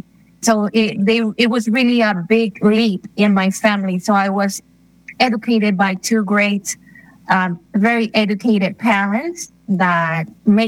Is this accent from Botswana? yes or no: no; Arecibo, Puerto Rico; I am from Arecibo, Puerto Rico. Arecibo is a town in the north of the island. And my whole family, I've done a bit of research. I come from a family that comes from the mountains of Arecibo, very poor lineage.